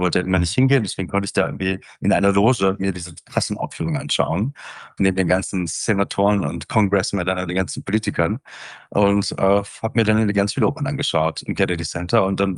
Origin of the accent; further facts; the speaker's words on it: Berlin, Germany; Ich bin in Kreuzberg aufgewachsen, in der Zossenerstraße.